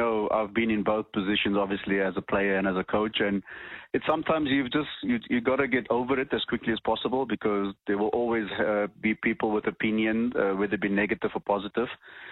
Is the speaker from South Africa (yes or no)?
yes; South Africa; No, listen, we're South African. We always got to have snacks.